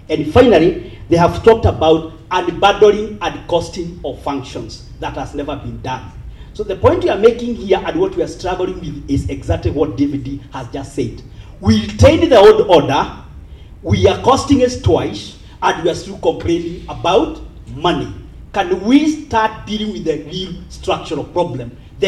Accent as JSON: {"language": "English", "country": "Kenya", "said": "Good afternoon. … I'm a Kenyan."}